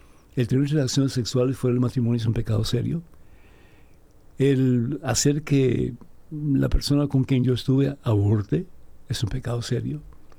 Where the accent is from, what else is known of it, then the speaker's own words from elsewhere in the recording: Cuba; moved away; mi país de origen, que es Cuba.